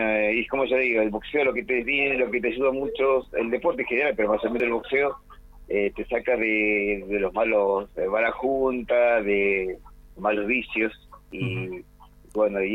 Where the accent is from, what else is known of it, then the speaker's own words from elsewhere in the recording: Río Gallegos, Santa Cruz, Argentina; born there; also born or lived in Gobernador Gregores; yo soy nacido en Río Gallegos, y yo me inicié en Gobernador Gregores. Uh-huh. Con mi madre vivía allá, vivimos allá en Gregorio en el año 84